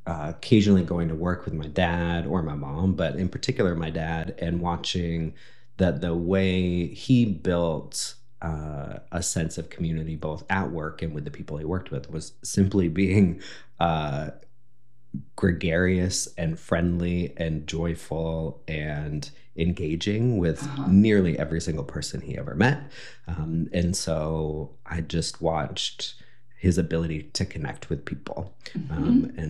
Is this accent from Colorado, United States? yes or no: yes; Littleton, Colorado, United States; I grew up in Littleton, Colorado, in many houses, probably 7 different houses, but always in Littleton.